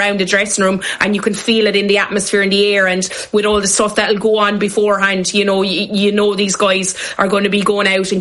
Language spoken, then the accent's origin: English; Munster, Ireland; And I think as Irish people, we, and especially down in Munster, we love the kind of the passion of the game